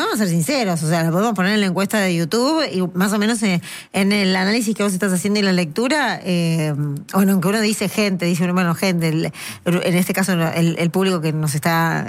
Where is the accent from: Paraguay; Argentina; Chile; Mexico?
Argentina